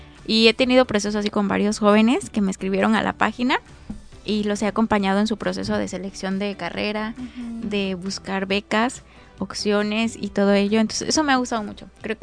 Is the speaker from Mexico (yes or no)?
yes; Acapulco, Guerrero, Mexico; me daba mucho orgullo mencionar que soy de Guerrero, que soy acapulqueña.